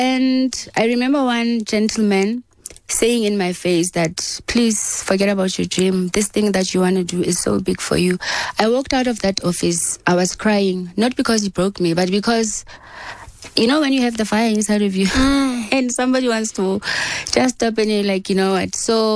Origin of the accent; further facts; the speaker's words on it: Bloemfontein, Free State, South Africa; I'm actually from Bloemfontein, meaning I'm from Free State.